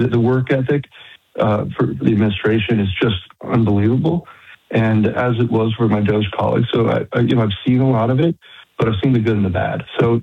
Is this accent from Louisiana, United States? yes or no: no; New York, United States; moved away as an adult; being a New Yorker coming into Houston